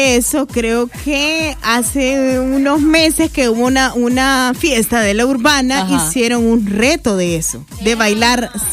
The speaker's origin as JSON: {"language": "Spanish", "country": "El Salvador", "tie": "born there", "said": "en mi pueblo jamás, nunca ibas a ver una disco. No, pues allá, no llegaba la información de San Salvador, ¿verdad?"}